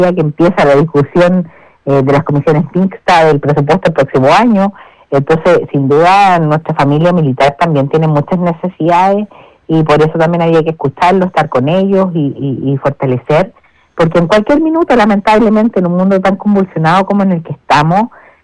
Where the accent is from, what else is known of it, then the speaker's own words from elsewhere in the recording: Chile; somos todos chilenos